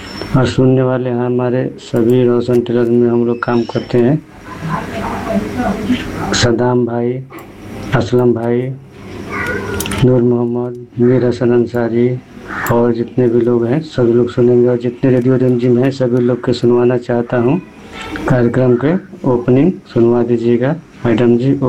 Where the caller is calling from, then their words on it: Rohtas district, Bihar, India; ग्राम धनाव थाना नासरीगंज जिला रोहतास बिहार से बोल रहा हूँ।